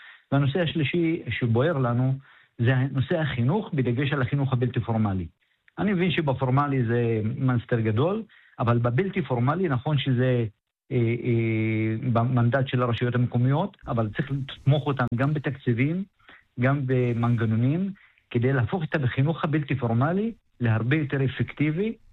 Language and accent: Hebrew; Maghar, Northern District, Israel; אני ממרר.